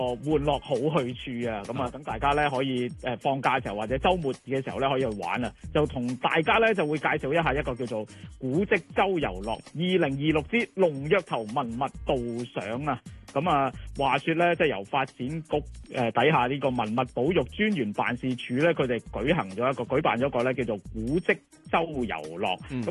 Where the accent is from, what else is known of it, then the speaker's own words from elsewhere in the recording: Hong Kong; 我哋喺香港土生土長長大嗰啲人